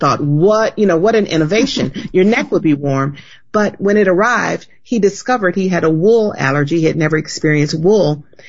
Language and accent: English; the South, United States; As a Southerner, everyone's always saying, Southern families are such great storytellers.